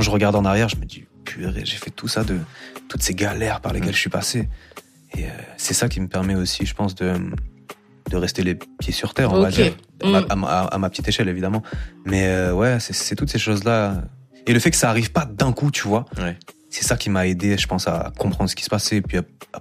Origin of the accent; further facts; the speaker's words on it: Martinique; Et d'ailleurs, je dis que je suis martinique, mais je suis haïtien dans le cœur aussi.